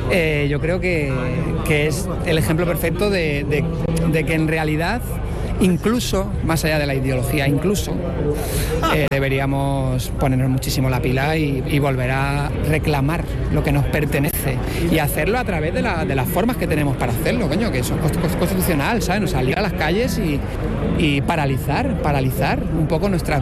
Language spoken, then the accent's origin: Spanish; Rivas-Vaciamadrid, Community of Madrid, Spain; Claro, yo soy de Rivas. Rivas hace 40 años era un descampado.